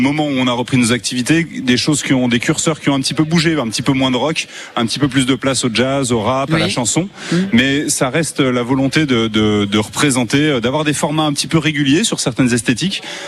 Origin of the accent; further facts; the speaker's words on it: Lyon, Auvergne-Rhône-Alpes, France; Et puis, je suis lyonnais d'origine.